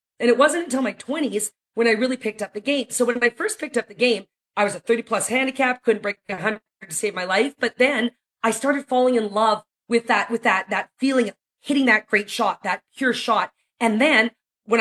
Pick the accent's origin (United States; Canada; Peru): Canada; Calgary, Alberta; this week we're so fortunate to have the Champions Tour in my hometown of Calgary, Alberta